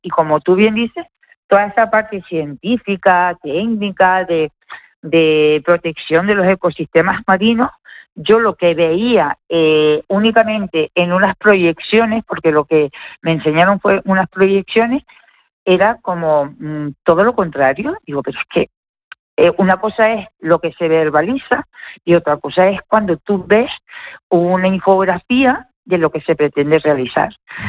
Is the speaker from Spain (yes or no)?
yes; Guía de Isora, Canary Islands, Spain; yo que soy de Guía Casco